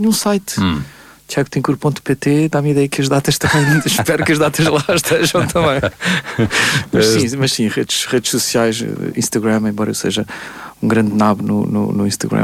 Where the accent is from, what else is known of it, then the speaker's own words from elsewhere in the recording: Coimbra, Portugal; born there; a primeira apresentação deste álbum foi em Coimbra, São Francisco, no Convento de São Francisco, a minha cidade natal.